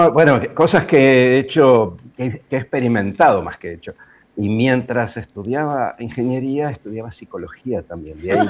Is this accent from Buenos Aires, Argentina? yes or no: yes; Buenos Aires, Argentina; born or raised there